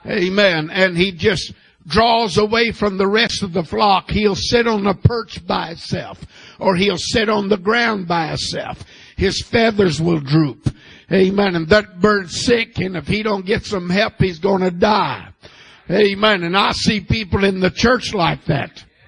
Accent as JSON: {"language": "English", "country": "United States", "tie": "born there", "said": "I have dual citizenships. Amen. I am an American by natural birth."}